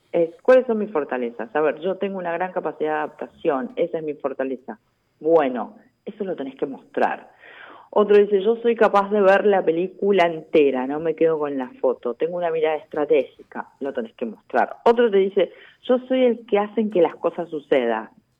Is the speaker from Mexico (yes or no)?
no; Argentina; Nosotros como argentinos sabemos, los que somos más grandes